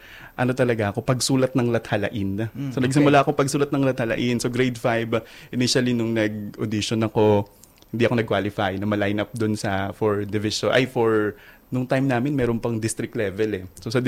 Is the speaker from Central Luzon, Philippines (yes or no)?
yes; San Jose del Monte, Central Luzon, Philippines; ako ay from San Jose del Monte, Bulacan.